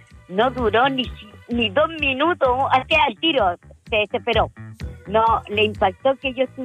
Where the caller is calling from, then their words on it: Arica, Arica y Parinacota, Chile; una vez estábamos acá en Arica, y yo soy de Arica